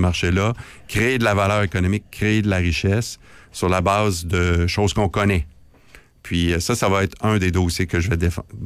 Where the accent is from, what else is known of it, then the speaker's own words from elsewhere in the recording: Quebec City, Quebec, Canada; c'est possible d'être un fier Québécois comme je suis. Moi, je suis de Québec